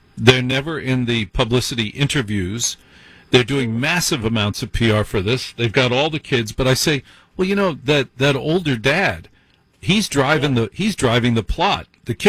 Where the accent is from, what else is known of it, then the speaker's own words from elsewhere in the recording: Orange, United States; born there; Yeah, I was born in Orange Memorial Hospital, which no longer exists.